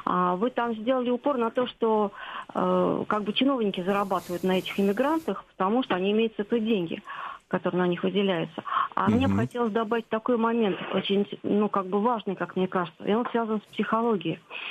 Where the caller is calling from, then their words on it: Saratov, Saratov Oblast, Russia; я из Саратова.